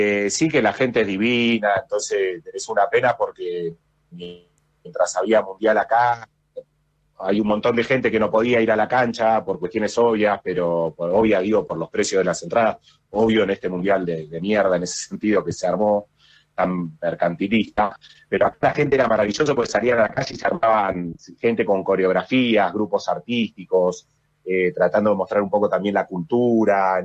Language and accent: Spanish; Argentina; moved away; soy argentino.